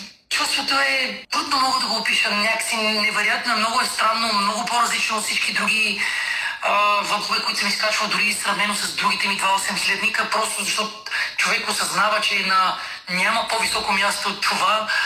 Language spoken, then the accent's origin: Bulgarian; Razlog, Blagoevgrad Province, Bulgaria; родният ми град, град Разлог.